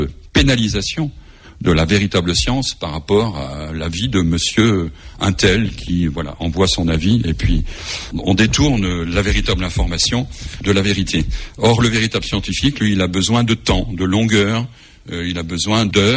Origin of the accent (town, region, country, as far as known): Lyon, Auvergne-Rhône-Alpes, France